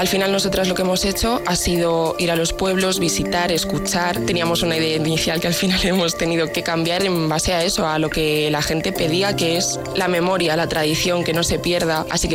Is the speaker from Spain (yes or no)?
yes; Valladolid, Castile and León, Spain; also born or lived in San Miguel del Valle, Zamora; Bueno, yo aunque soy de Valladolid, tengo un pueblo en Zamora, un pueblo muy pequeñito que se llama San Miguel del Valle